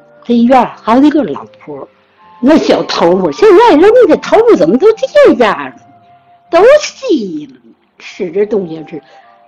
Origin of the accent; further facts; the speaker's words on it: Tianjin, China; 因为我们是生在红桥，长在红桥。我们原来在北大馆这面，北门外，我们在北门外再大街南大街，我们也守着河边